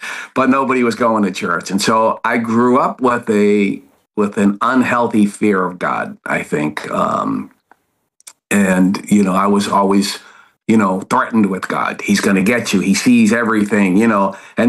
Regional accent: Boston, Massachusetts, United States; I grew up in the city. I grew up in Dorchester, Massachusetts, a rough neighborhood. And, you know, I'm one of nine kids. I'm the middle of nine kids.

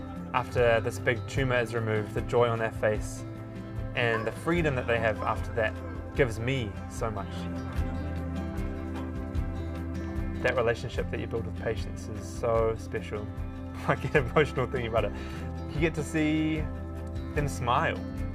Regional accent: New Zealand; I am the Ward Nurse Reconstructive Plastics Team Leader and I'm from New Zealand.

